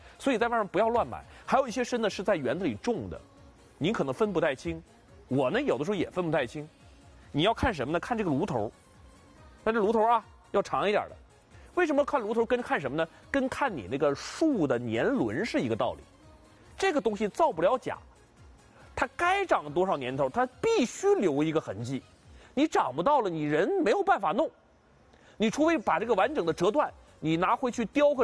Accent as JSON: {"language": "Chinese", "region": "Heilongjiang", "country": "China", "tie": "born or raised there", "accent": "northern flavour", "moved": "yes", "said": "我是黑龙江人。"}